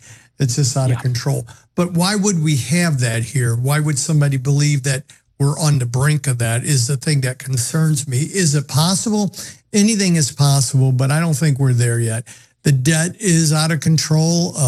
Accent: United States; maybe I'm a little biased because I'm an American

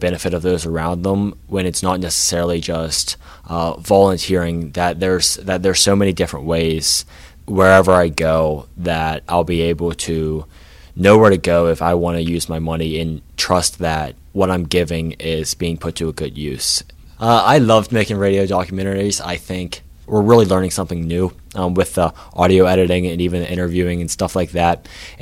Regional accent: Greensburg, Pennsylvania, United States; I grew up in Greensburg, right near where the courthouse is.

